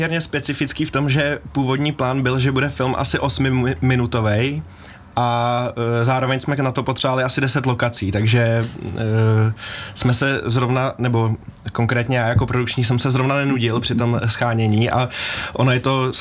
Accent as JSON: {"language": "Czech", "town": "Černý Důl", "region": "Hradec Králové Region", "country": "Czechia", "said": "já jsem tady z Královéhradeckého kraje, jsem z Černého dolu"}